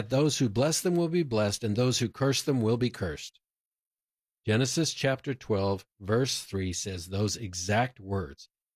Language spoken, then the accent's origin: English; United States; I'm an American Jew